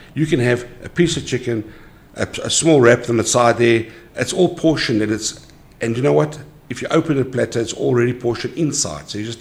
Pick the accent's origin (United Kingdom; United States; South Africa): South Africa; being a South African